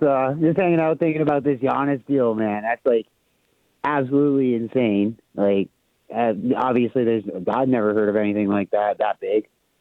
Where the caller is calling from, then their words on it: Ontario, Canada; being from Canada